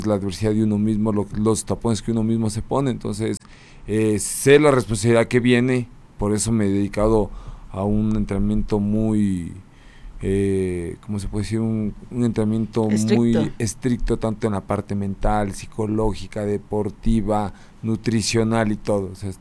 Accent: Ecuador; Soy ecuatoriano … soy policía

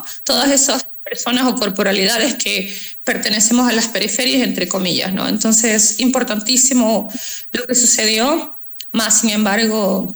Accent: Esmeraldas, Ecuador; yo soy de Esmeraldas

